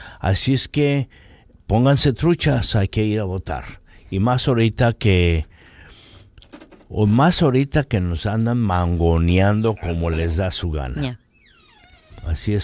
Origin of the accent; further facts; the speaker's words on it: California, United States; yo me crié en 1021 Smith Street. Me crié ahí en el Projects